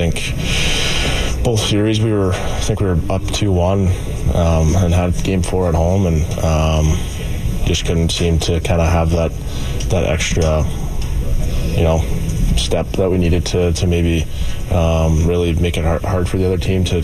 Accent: Western Canada, Canada; growing up in Western Canada

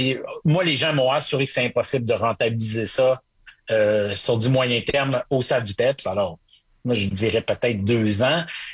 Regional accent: Quebec, Canada; Moi, j'ai grandi au Saguenay.

